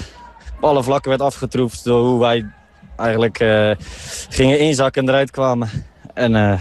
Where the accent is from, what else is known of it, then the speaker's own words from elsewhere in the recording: Maasdijk, South Holland, Netherlands; now in De Lier, Netherlands; ik wil gewoon lekker terug naar Maasdijk waar ik vandaan kom.